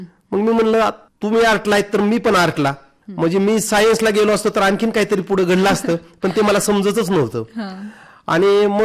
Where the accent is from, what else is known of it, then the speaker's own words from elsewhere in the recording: Chorakhali, Maharashtra, India; also born or lived in Yedshi; चोराखळी या ठिकाणी माझं शिक्षण झालं.